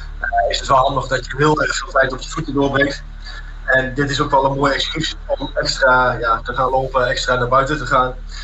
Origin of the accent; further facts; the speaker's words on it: Hengelo, Overijssel, Netherlands; Hengelo is mijn thuisstad.